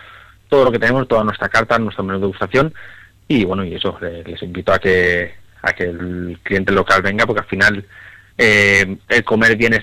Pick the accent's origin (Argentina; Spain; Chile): Spain; Mallorca, Balearic Islands; also born or lived in Madrid; yo soy madrileño, pero como siempre digo, soy una persona que Madrid me ha visto nacer, pero Mallorca me ha visto crecer. Yo soy más mallorquín que mi mujer, que es mallorquina.